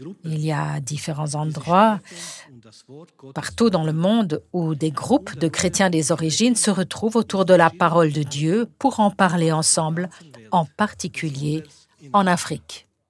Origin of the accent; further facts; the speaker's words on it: Croatia; moved away; Je suis originaire de Croatie